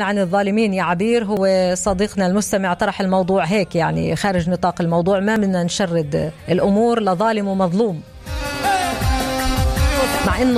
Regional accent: Palestine; إحنا كشعب فلسطيني عندنا كتير مخاوف

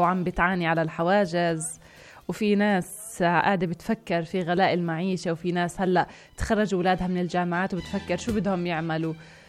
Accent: Palestine; حياتنا إحنا كفلسطينيين

